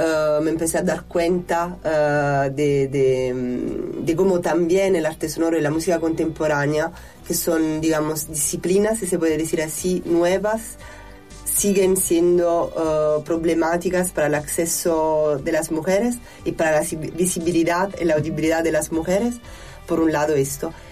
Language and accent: Spanish; Naples, Campania, Italy; moved away as an adult; also born or lived in Madrid; now in Brussels, Belgium; Soy tana de orígenes, soy napolitana para ser exacta, pero son ya como más de 10 años que ya no vivo en Italia. Uh-huh. Actualmente vivo en Bruselas